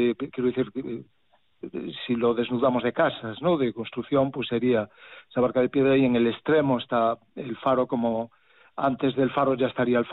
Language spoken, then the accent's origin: Spanish; A Coruña, Galicia, Spain; yo nací ahí, no en el faro, pero cerquísima, en una calle que se llama Amarola. La calle Amarola, que es el nombre también de un islote que está aquí en la entrada de la bahía en Coruña.